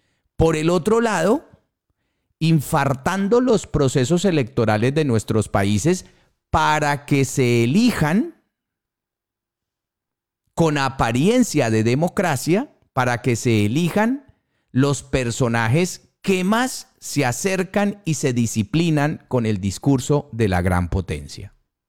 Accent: Colombia; como colombiano me refiero

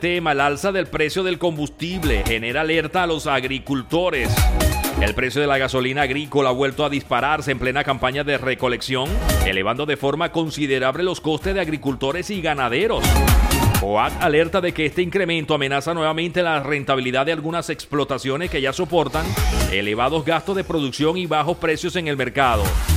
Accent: Venezuela; now in Spain; a nosotros los venezolanos nos retumba en la cabeza: inflación, señores.

